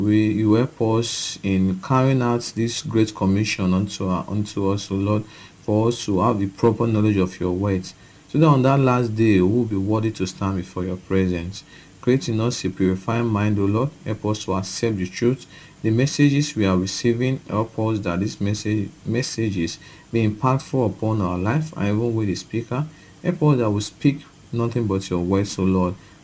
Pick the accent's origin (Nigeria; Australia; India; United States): Nigeria; Okada, Edo; from Okada Town, Edo State, Nigeria.